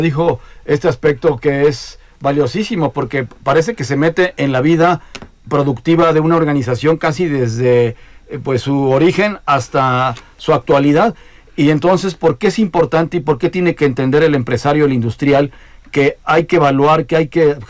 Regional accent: Santiago de Querétaro, Querétaro, Mexico; soy del barrio de San Pablo de Querétaro.

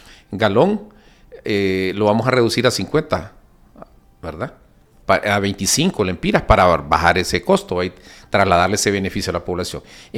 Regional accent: Honduras

